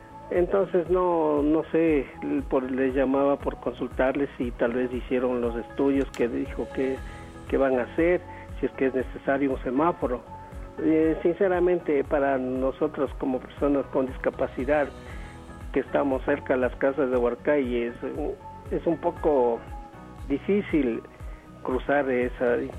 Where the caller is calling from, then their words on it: Quito, Pichincha, Ecuador; de acá del sector del Girón de Chillogallo. Yo exactamente vivo en el barrio La Estancia, más arribita del Girón.